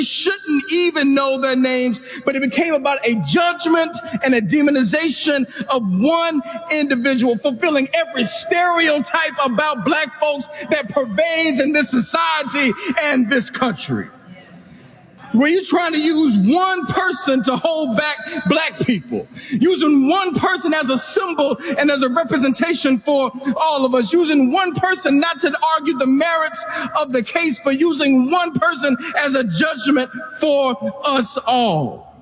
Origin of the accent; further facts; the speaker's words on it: Tennessee, United States; If you go back to my home state, it's only 7.3 million people in the whole state. State of Tennessee.